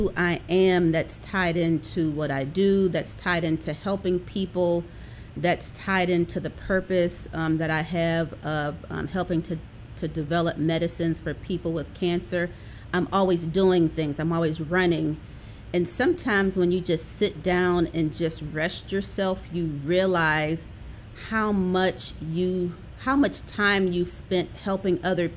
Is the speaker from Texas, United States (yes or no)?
no; Pittsburgh, Pennsylvania, United States; born or raised there; now in Atlanta, United States